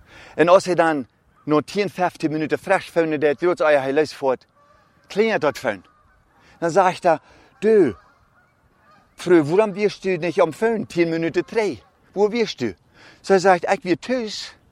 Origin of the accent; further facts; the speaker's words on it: Germany; accent: Low German; Ich rede gute Plattdeutsch.